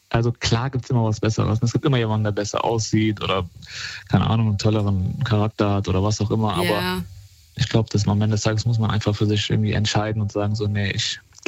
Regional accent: Cologne, North Rhine-Westphalia, Germany; Ich komme aus Köln, ja. Ich bin auch hier geboren und aufgewachsen.

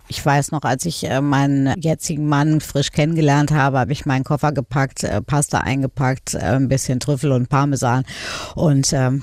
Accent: Hamburg, Germany; Vielleicht ist das auch natürlich meine Heimat Hamburg. Wir sind am Wasser.

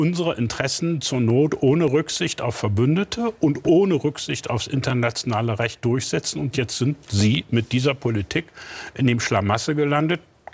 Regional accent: Northern Germany, Germany; ich komme aus dem Norden

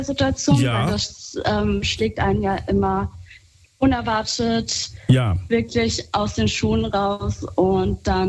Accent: Germany; born there; und ja, dann wurde ich geboren in Deutschland.

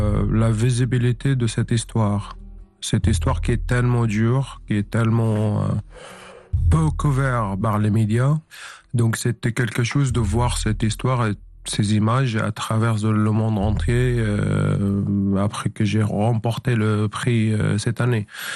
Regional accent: Hamouria, Rif Dimashq, Syria; moved away as an adult; dans ma ville natale, Hamouria.

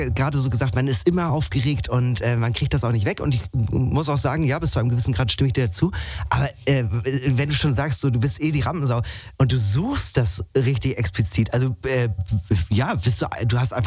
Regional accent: Northern Germany, Germany; Ich muss auch sagen, als Norddeutscher ist mir ja Karneval allgemein sehr, sehr fremd.

